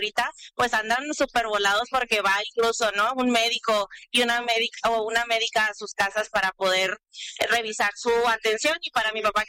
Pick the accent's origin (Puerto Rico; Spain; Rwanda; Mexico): Mexico; Creo que es bien importante que como mexicanos y mexicanas no veamos esto como una concesión y como paternalismo del Estado.